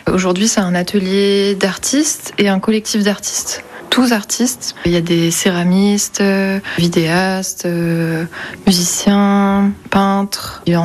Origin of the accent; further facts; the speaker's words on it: Lyon, Auvergne-Rhône-Alpes, France; moved away as an adult; also born or lived in Ardèche; now in Cotentin, France; Moi, j'ai grandi à Lyon, enfin, entre Lyon et l'Ardèche. Je suis arrivée dans le Cotentin.